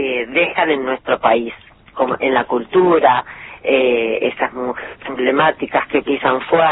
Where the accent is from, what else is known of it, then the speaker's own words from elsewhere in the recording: Buenos Aires, Argentina; born there; now in Mar del Plata, Argentina; Bueno, yo ya puedo decir que soy de Mar del Plata. Hace 30 años que vivo acá en Mar del Plata. O sea que... Nací en Buenos Aires, pero ya soy marplatense.